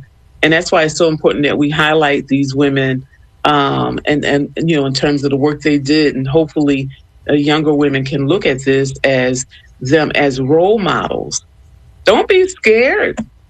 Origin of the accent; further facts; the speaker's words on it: Philadelphia, Pennsylvania, United States; I'm from North Philly originally, born and raised in North Philly.